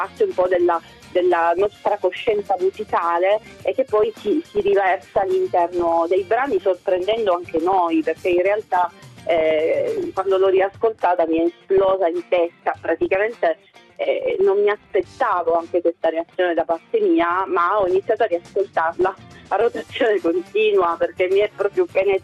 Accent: Sicily, Italy; io ovviamente conosco il siciliano, è la mia lingua, io sono siciliana puro sangue, per cui il siciliano per me è parte di me. Nonostante questo non è diciamo il linguaggio che io utilizzo usualmente

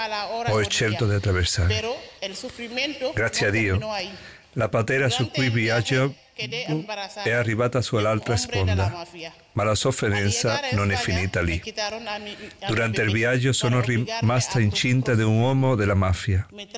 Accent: Nigeria; sono nigeriana, provengo da una famiglia di 8 fratelli, e fin da piccola ho imparato che cosa significa lottare ogni giorno solo per sopravvivere. Non ho lasciato il mio paese perché volevo.

